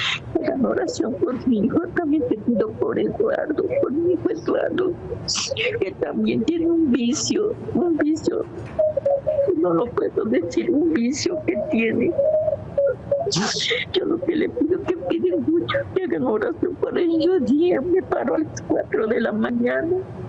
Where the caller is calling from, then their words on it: Amatlán de los Reyes, Veracruz, Mexico; Sí, soy de aquí, soy de Amatlán de los Reyes.